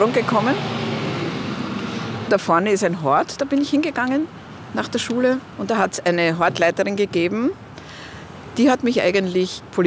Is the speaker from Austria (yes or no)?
yes; Vienna, Austria; born there